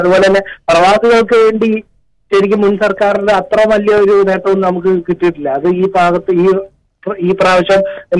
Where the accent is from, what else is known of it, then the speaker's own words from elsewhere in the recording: Adoor, Kerala, India; moved away; നാട്ടിൽ അടൂര്.